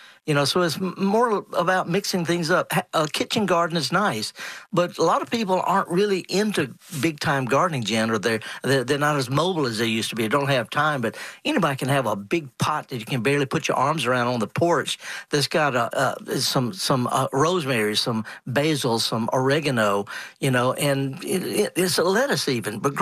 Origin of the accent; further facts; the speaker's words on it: Mississippi, United States; I'm from Mississippi.